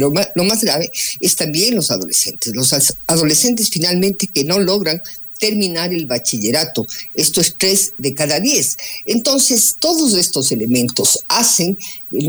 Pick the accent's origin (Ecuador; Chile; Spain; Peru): Ecuador